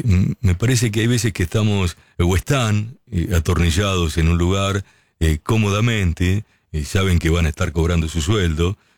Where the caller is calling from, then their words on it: Chepes, La Rioja, Argentina; de Chepes, La Rioja.